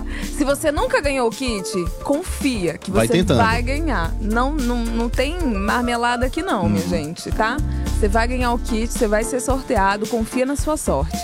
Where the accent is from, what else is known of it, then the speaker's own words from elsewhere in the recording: Brazil; porque eu sou brasileira.